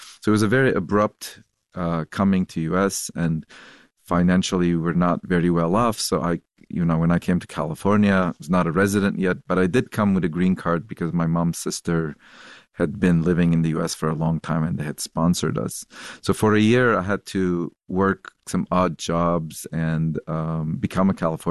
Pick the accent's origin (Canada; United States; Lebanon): Lebanon; born or raised there; moved away